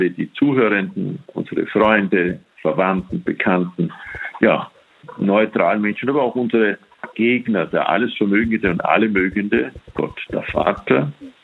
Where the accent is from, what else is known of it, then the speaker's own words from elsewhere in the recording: Salzburg, Austria; born there; Heute ist ein wunderbarer Feiertag für mich als Salzburger, gebürtiger.